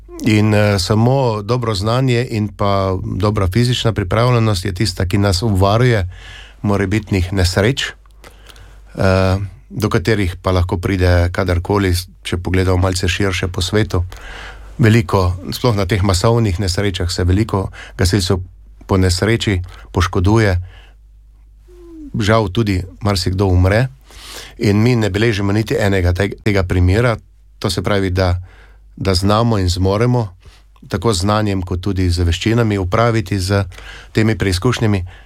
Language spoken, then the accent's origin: Slovenian; Styria, Slovenia; Sam prihajam iz Štajerske, pri nas v marsikaterem društvu so obudili običaj, da na predvečer praznovanja svetega Florijana pridijo fanti in zapojejo od hiše do hiše.